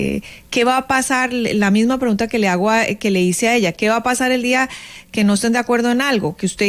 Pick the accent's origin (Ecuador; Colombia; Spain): Colombia; Bogotá; somos jefes los bogotanos